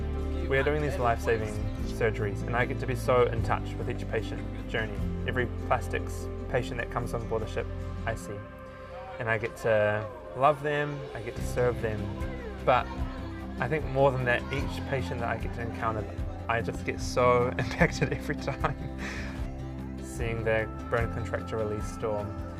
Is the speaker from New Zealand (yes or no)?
yes; New Zealand